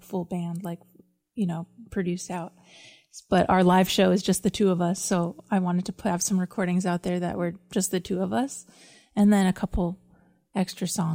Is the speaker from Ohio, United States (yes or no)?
no; Tucson, Arizona, United States; I'm from Tucson, Arizona, originally